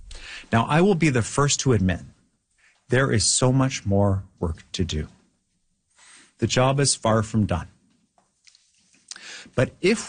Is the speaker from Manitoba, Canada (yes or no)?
no; British Columbia, Canada; And there's something else that we should remember as British Columbians.